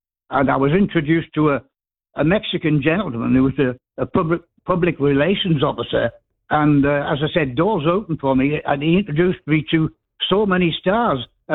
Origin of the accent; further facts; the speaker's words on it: Hartlepool, North East England, United Kingdom; I'm from Hartlepool on the northeast coast.